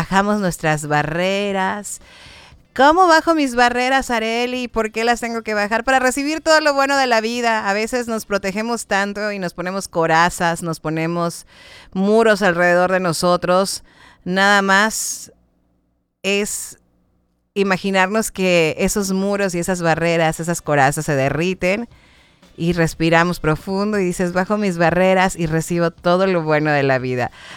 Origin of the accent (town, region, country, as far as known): Mérida, Yucatán, Mexico